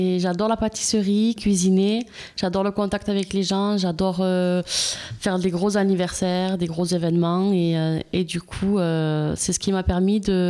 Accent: Daumazan-sur-Arize, Occitanie, France; moved away; donc du coup je viens d'Ariège, de Domazan-sur-Arize. Voilà, j'ai grandi là-bas avec mes parents, famille nombreuse.

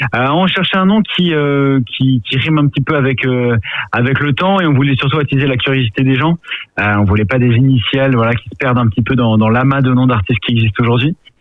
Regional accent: Paris, Île-de-France, France; nous on est originaire de Paris.

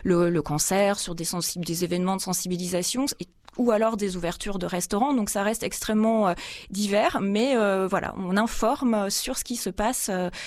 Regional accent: Bourgogne-Franche-Comté, France; moved away as an adult; now in Nantes area, France; au Progrès en Franche-Comté puisque c'est ma région natale.

